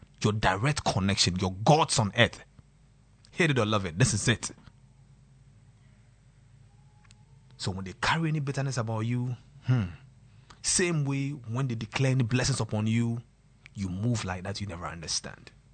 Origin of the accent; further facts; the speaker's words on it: Kumasi, Ashanti, Ghana; moved away; Anytime I go to my hometown, Santia Fijase, that's my father's side, but my mother's side is at Santia Chim. And it's because of my daddy, we stayed at Fijase. That is where we stayed.